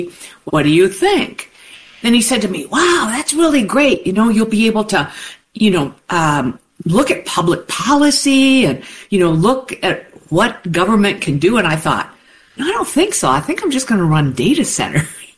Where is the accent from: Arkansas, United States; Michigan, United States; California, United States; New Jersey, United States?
Michigan, United States; Detroit; And I was there for a couple of years, and I live in Detroit, born and raised in Detroit.